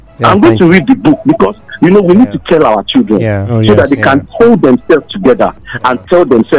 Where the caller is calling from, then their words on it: Nigeria; I'm calling from Ojoko.